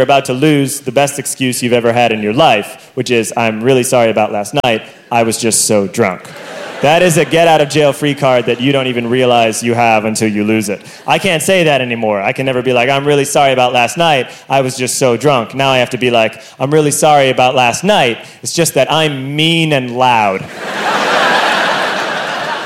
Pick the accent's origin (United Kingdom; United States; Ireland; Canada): Ireland; You know, I'm Irish, and Irish people, they don't tell you a thing.